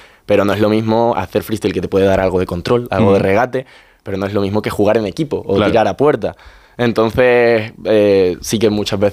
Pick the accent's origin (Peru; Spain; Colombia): Spain; soy el español con al ranking más alto que va para allá a representar a España.